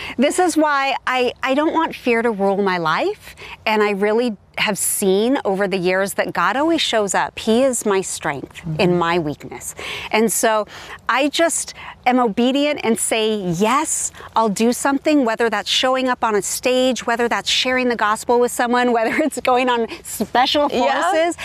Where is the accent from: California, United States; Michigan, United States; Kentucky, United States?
California, United States; Hollywood; there's a lot of us that had great experiences growing up in Hollywood, really.